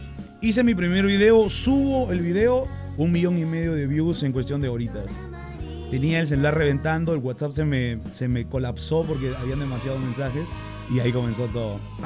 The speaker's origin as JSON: {"language": "Spanish", "country": "Peru", "said": "Yo soy peruano."}